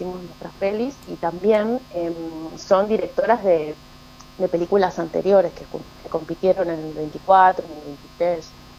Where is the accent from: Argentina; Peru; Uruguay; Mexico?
Argentina; Buenos Aires; now in Bariloche, Argentina; yo soy porteña, parte, ¿no? Claro, sí. me migré a Bariloche y entonces siempre estoy descubriendo qué tan porteña soy